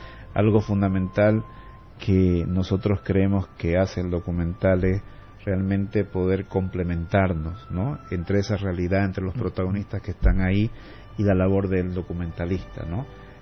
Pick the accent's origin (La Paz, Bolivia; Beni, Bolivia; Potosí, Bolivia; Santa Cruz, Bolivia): Santa Cruz, Bolivia; como boliviano, como cruceño